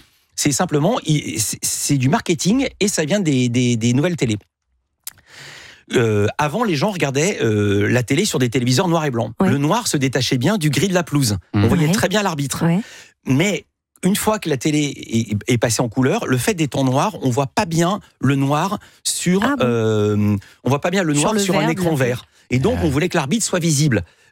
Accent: France; Nous, on est contents en tant que Français

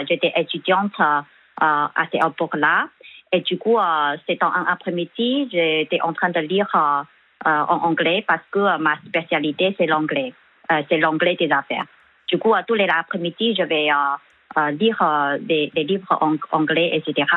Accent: China; French is a second language; Et tous ses parents, nous sommes chinois.

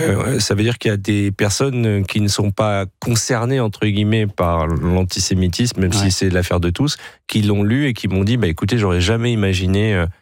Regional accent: France; Je sais pas, moi je suis français, moi je m'occupe pas de la politique israélienne.

